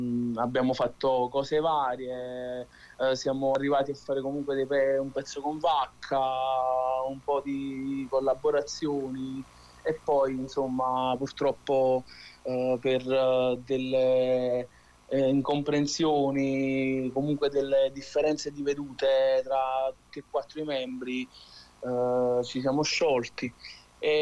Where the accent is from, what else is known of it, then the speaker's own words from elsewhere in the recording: Cervinara, Campania, Italy; Io vengo da Cervinara, provincia di Avellino, e è un paese dove l'hip hop praticamente non esisteva